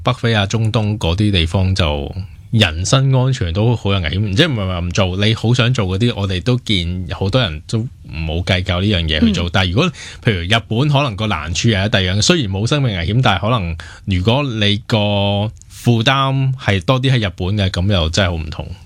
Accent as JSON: {"language": "Cantonese", "country": "Hong Kong", "said": "我哋香港人"}